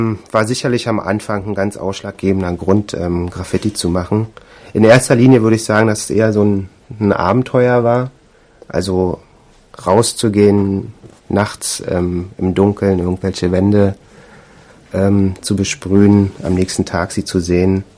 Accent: Berlin, Germany; now in Dresden, Germany

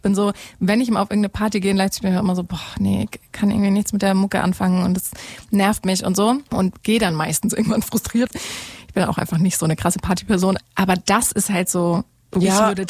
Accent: West Germany, Germany; ich bin aus dem Westen

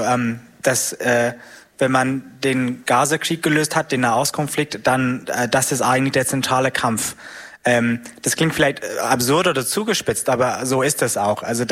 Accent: United Kingdom; German is a second language; So eine schöne Veranstaltung wie heute Abend könnte ich in Großbritannien, wo ich herkomme, niemals machen.

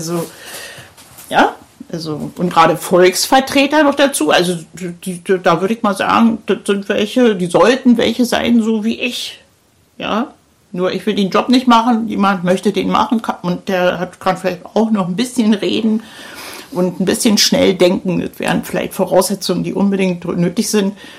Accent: Berlin, Germany; moved away; Das ist halt auch wirklich, wo ich so fasziniert bin als Berlinerin.

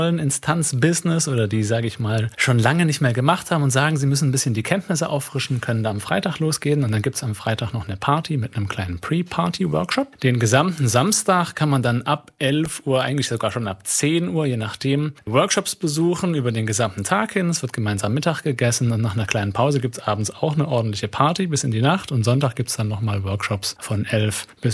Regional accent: Baden-Württemberg, Germany; born there; moved away as an adult; also born or lived in Cottbus; now in Chemnitz, Germany; Ich komme gar nicht ursprünglich aus Chemnitz, sondern ich bin gebürtiger Baden-Württemberger. Und dann hat es mich durch Zufall in den Osten verschlagen, habe erst einen kleinen Zwischenstopp in Cottbus gemacht, habe dann meine Partnerin hier in Chemnitz kennengelernt und bin seit 2021 hier in Chemnitz.

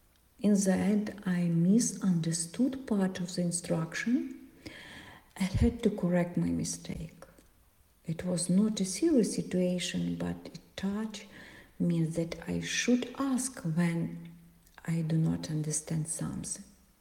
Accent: Senegal; Once someone had my accent and asked me where I was actually from. I said Senegal, and the person asked again, but where are you really from?

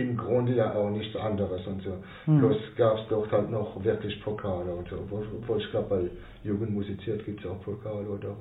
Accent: Strasbourg, Grand Est, France; Also ich bin aufgewachsen auf der Mainau, der Platz, wo jetzt der berühmte Racing Straßburg Fußball spielt und sein Stadion hatte und so. Ich bin ja 60 geboren und so, meine Eltern sind da in die Siedlungen gezogen.

